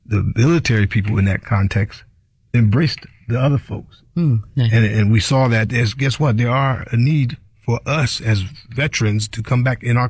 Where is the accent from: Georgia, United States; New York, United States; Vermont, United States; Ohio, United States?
New York, United States; Well, you know, I had this dream coming up, growing up in New York in Hudson Valley